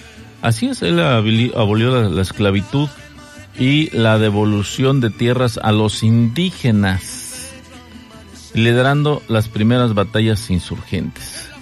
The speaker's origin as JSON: {"language": "Spanish", "region": "Hidalgo", "country": "Mexico"}